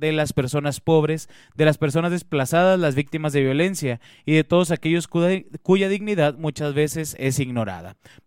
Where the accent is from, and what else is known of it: Mexico